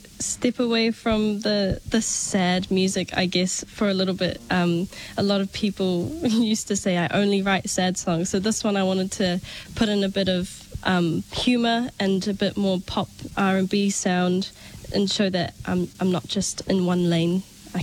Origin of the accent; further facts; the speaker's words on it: Auckland, New Zealand; my mum was born here in New Zealand in Auckland, and I was also born and raised in West Auckland. that's a bit of my family background.